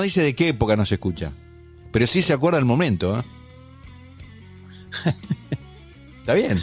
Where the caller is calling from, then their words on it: San Luis, Argentina; de San Luis Capital, te escuché la primera vez volviendo por la ruta 146 desde San Rafael.